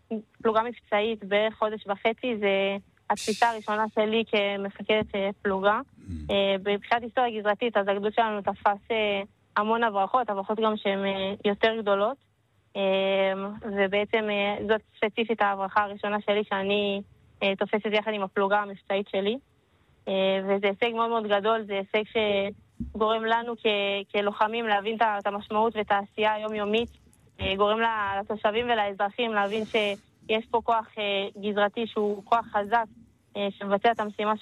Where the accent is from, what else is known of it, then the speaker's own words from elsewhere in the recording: Karmiel, Northern District, Israel; אני מקרמיאל